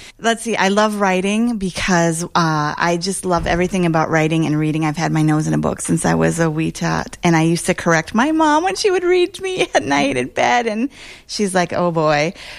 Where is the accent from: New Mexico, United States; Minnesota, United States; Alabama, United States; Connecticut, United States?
Minnesota, United States; Glencoe; rural Minnesota where I'm from.